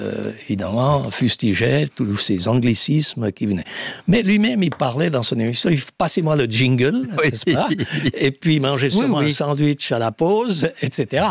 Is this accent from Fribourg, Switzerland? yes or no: yes; Fribourg, Switzerland; je viens de Fribourg où nous parlons ce qu'on appelle le bolt, c'est-à-dire le mélange des deux langues allemand et français du coin.